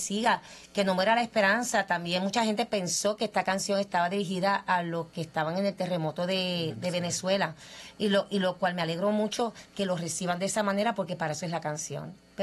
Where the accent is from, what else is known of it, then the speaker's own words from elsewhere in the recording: Puerto Rico; estoy bien contenta de estar en mi país ayudando